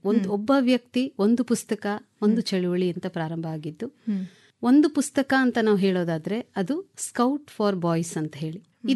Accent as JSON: {"language": "Kannada", "town": "H.D. Kote", "region": "Karnataka", "country": "India", "tie": "born or raised there", "said": "ನಾನು ಮೂಲತಃ HD ಕೋಟೆಯವಳು."}